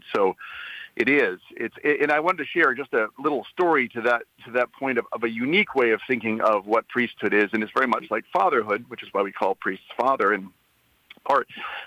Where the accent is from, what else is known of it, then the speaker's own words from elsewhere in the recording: New England, United States; I'm from New England, and I have a number of family members from New Jersey.